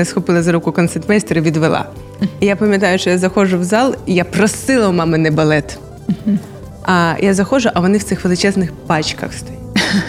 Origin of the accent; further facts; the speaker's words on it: Kyiv, Ukraine; moved away as an adult; also born or lived in Volyn; now in Odesa, Ukraine; Я киянка, в мене мати киянка, а батько в мене взагалі зі Львова